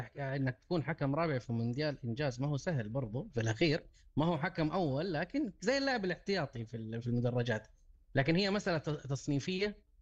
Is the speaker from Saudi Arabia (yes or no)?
yes; Saudi Arabia; عندنا في المملكة العربية السعودية